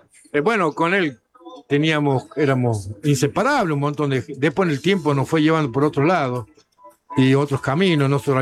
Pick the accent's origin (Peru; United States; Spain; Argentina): Argentina; La Rioja; moved away as an adult; now in Catamarca, Argentina; me preguntan por qué me quedé en Catamarca, porque soy de La Rioja. Y yo dije que nunca me vine de La Rioja